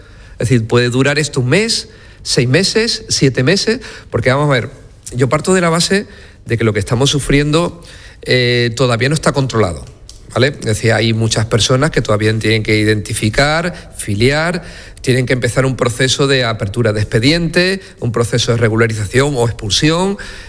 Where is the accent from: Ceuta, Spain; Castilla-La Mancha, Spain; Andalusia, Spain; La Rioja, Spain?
Ceuta, Spain; Bueno, los que somos de Ceuta sabemos que esto nunca será de Marruecos.